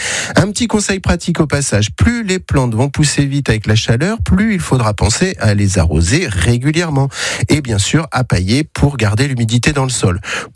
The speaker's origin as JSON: {"language": "French", "region": "Provence-Alpes-Côte d'Azur", "country": "France", "said": "chez nous, en Vaucluse"}